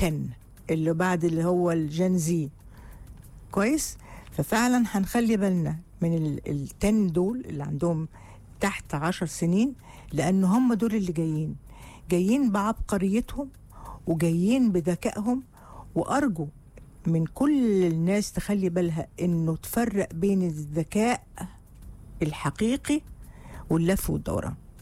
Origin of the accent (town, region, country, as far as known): Egypt